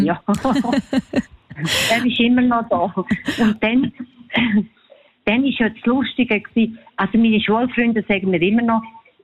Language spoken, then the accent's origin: German; Graubünden, Switzerland; Also ich komme aus dem Bündnerland, meine Eltern haben mir immer Papa gesagt